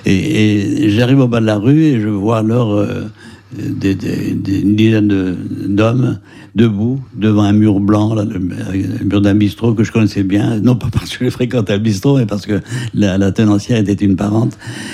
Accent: Douarnenez, Brittany, France; Je suis arrêté, sans aucun mérite de ma part, à Poule-David, dans mon village natal, Poule-David-sur-Mer

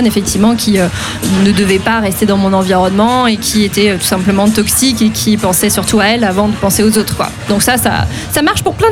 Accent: Nantes, Pays de la Loire, France; now in Brest, France; je suis à Brest depuis quelques années maintenant. Nantaise d'origine, ceci dit, donc bretonne d'adoption.

